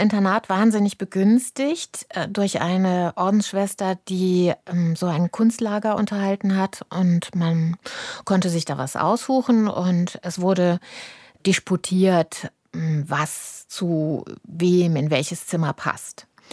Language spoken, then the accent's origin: German; Cologne, North Rhine-Westphalia, Germany; also born or lived in Kaiserslautern; Und ich bin ja Kölnerin, also die meiste Zeit meines Lebens habe ich ja auch einen Wohnsitz in Köln.